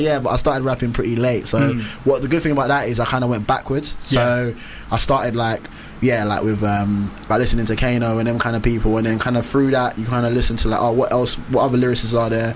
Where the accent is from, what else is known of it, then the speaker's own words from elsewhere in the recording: Newham, London, United Kingdom; I grew up in East.